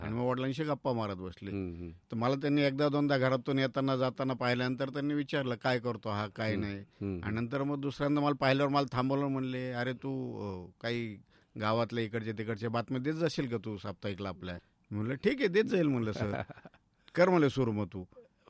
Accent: Dhamangaon, Maharashtra, India; also born or lived in Aurangabad; माझं बालपण मराठवाड्यातलं एक छोटंसं गाव आहे आष्टे तालुक्यात, धामणगाव म्हणून. तिथं, त्या गावी माझं बालपण गेलेलं आहे.

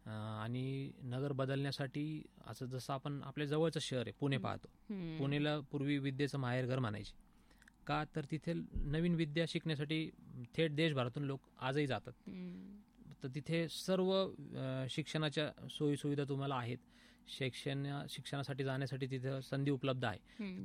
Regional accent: Ahmednagar, Maharashtra, India; suppose आपण नगरची लोकं पुण्याला जातो

